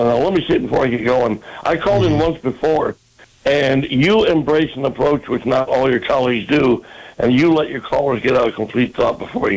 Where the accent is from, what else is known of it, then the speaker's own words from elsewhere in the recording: Detroit, Michigan, United States; Really, I grew up in Detroit playing hockey